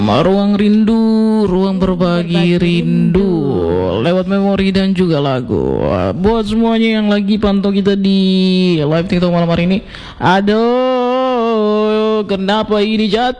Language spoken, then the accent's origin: Indonesian; Sumbawa, West Nusa Tenggara, Indonesia; Oke dong, kita kan orang Sumbawa sama-sama nih. Saya tuh mix Rote Sumbawa sama Alor.